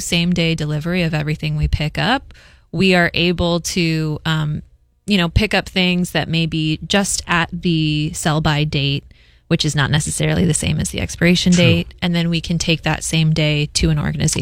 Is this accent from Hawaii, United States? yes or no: yes; Hawaii, United States; I am originally from Oahu, born and raised here.